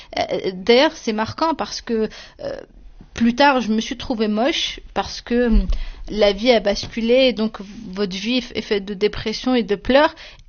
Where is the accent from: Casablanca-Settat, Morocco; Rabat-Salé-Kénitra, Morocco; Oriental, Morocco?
Oriental, Morocco; Oujda; born or raised there